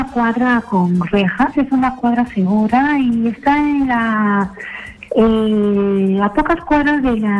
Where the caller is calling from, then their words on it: Lima, Peru; yo me comunico desde Lima, cercano a la zona residencial.